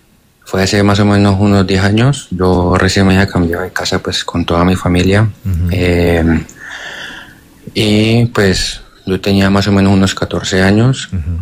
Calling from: Cali, Valle del Cauca, Colombia; Me comunico de Cali

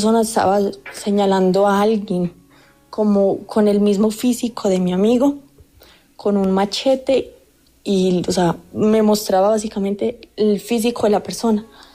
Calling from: Suesca, Cundinamarca, Colombia; Desde Suesca, Cundinamarca.

